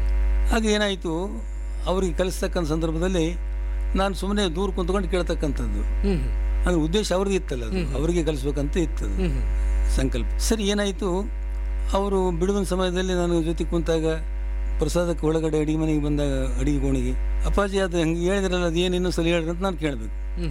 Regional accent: Karnataka, India; also born or lived in Raichur; ನಮ್ಮ ಊರಲ್ಲಿ ರಾಜಲದಿನಲ್ಲಿದ್ದೆ.

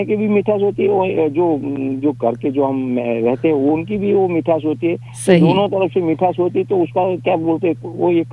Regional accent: Der, Gujarat, India; मेरा गाँव का नाम डेर और तहसील जिला पाटन जहाँ रानी की गाँव है

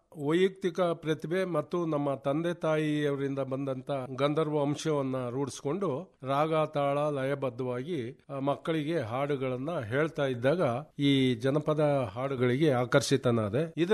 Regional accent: Hassan district, Karnataka, India; ಅನೇಕ ಜಿಲ್ಲೆಗಳಿಗೆ ಹೋಗಿ ಪ್ರತಿನಿಧಿಸಿ ನಮ್ಮ ಹಾಸನ ಜಿಲ್ಲೆಯನ್ನ

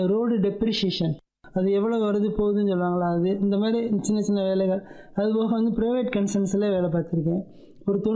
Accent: Shenkottai, Tamil Nadu, India; எங்கள் அப்பாவுக்கு சொந்த ஊர், அப்பா ஊர் தான் எங்களுக்கு பூர்வீகம், செங்கோட்டை, குற்றாலம் பக்கத்தில் எழில் கொஞ்சம் செங்கோட்டை தான் எங்களுக்கு சொந்த ஊர்.

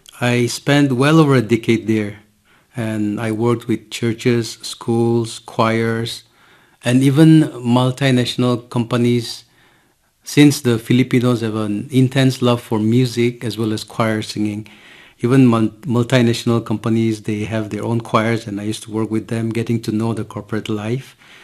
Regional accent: Kohima, Nagaland, India; moved away as an adult; also born or lived in Manila, Philippines; Music was always around me growing up in Nagaland

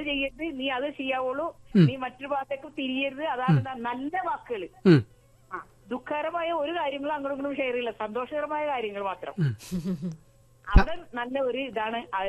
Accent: Aluva, Kerala, India; എന്റെ ആലുവയിൽ തന്നെ, എന്റെ സ്വന്തം നാട്

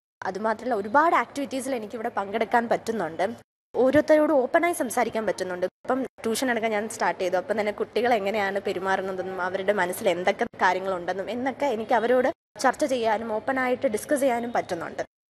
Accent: Thiruvananthapuram, Kerala, India; ഞാൻ തിരുവനന്തപുരം സ്വദേശിനിയാണ്.

